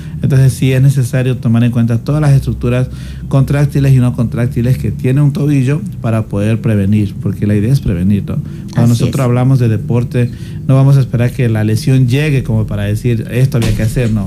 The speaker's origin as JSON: {"language": "Spanish", "country": "Bolivia", "moved": "yes", "lives_now": "Ecuador", "said": "yo soy boliviano, entonces cada fin de año que me doy un viajecito a Bolivia"}